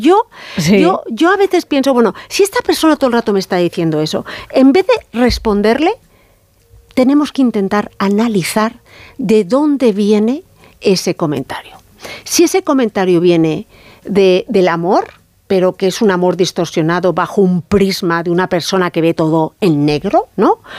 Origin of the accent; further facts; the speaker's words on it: Madrid, Community of Madrid, Spain; Yo me acuerdo, yo soy madrileña, y me acuerdo cuando me quería ir a Inglaterra a estudiar.